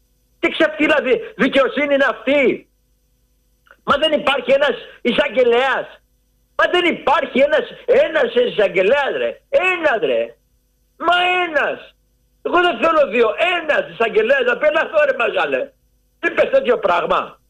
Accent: Greece

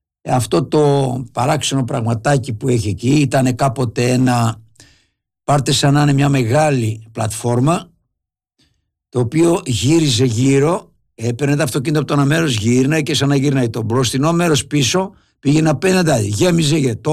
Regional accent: Lefkada, Ionian Islands, Greece; επειδή είμαι από τη Λευκάδα

